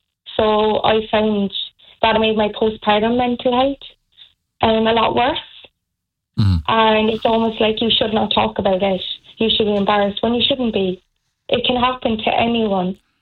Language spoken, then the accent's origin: English; Carrigaline, Munster, Ireland; actually argue with the council for a very long time to get the property I'm in now, in Carrigaline, in my hometown.